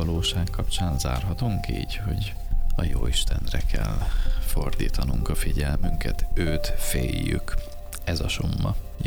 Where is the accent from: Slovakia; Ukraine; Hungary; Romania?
Hungary; Itt nek magyarok vagyunk, és direkt így írja a fordítás.